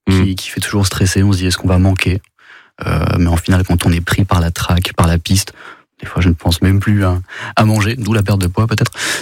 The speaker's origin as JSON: {"language": "French", "town": "Roubaix", "region": "Hauts-de-France", "country": "France", "tie": "born or raised there", "said": "Ici, j'ai grandi à Roubaix, à M. On est loin de ce relief-là."}